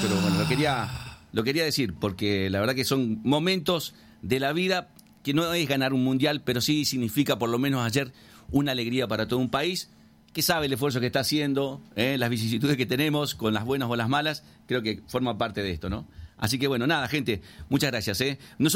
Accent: Argentina; Así somos los argentinos.

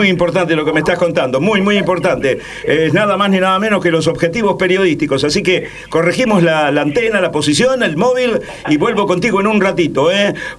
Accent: Santa Fe, Argentina; Y es de mi pago, y es de mi tierra.

